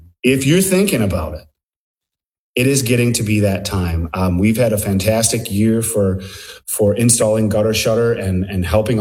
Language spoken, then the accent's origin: English; Baldwin, Wisconsin, United States; But I was back up in my hometown area of Baldwin, Woodville. If anybody knows where that is, it's northwestern Wisconsin, close to Hudson, only 30-ish miles from St. Paul.